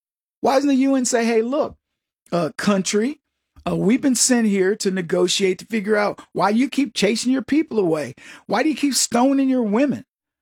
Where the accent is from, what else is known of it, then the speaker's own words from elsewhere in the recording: United States; As an American